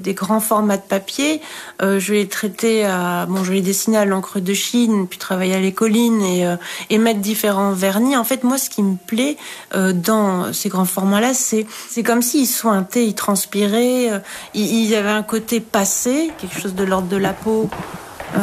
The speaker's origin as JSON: {"language": "French", "country": "Belgium", "tie": "born there", "said": "Alors j'ai un vrai passeport saint-marinais. Je suis saint-marinaise et franco-belge. Je suis née en Belgique. Je cumule les cartes d'identité et les passeports."}